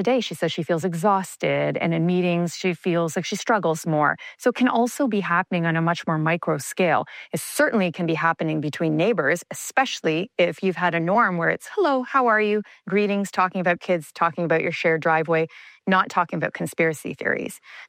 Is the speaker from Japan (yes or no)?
no; Canada; I'm a Canadian, I would have never thought that our relationship with the U.S. would become destabilized.